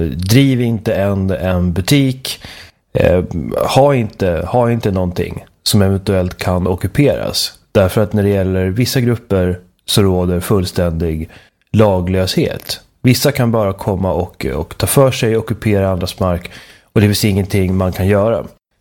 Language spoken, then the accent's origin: Swedish; Sweden; tillståndet i mitt hemland